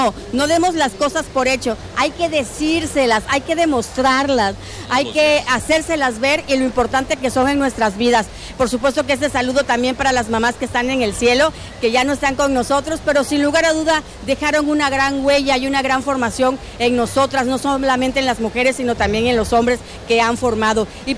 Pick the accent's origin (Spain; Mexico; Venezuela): Mexico; Tabasco; esas grandes mujeres que somos las mexicanas, las tabasqueñas